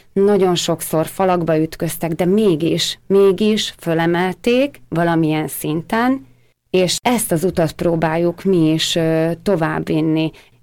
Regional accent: Southern Slovakia, Slovakia; mi itt például a Felvidéken, vagy akár nagy nemzetként is, magyarként meg tudjunk maradni.

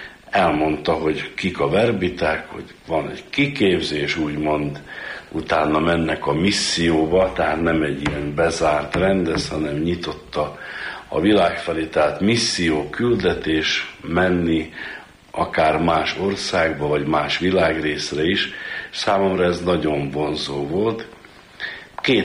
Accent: Trnava Region, Slovakia; én felvidéki magyar vagyok, Galánta környékéről, pontosan Nátszegről, a község neve.

